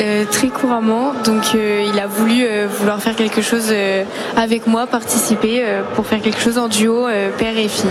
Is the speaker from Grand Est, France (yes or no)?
no; Hauts-de-France, France; Moi, je suis d'à côté d'Amiens, donc 20 minutes, et j'ai 17 ans.